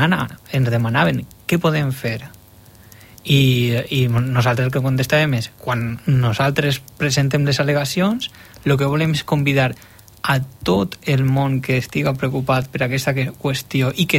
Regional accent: Gandia, Valencian Community, Spain; per a mi, per exemple, que jo soc de Gandia, Alfauir és Ausias Marc

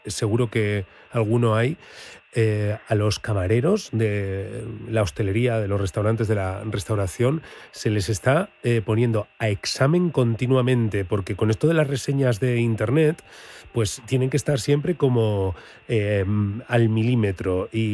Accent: Burgos, Castile and León, Spain; Anda que no he veraneado yo veces en Cantabria, que soy de Burgos.

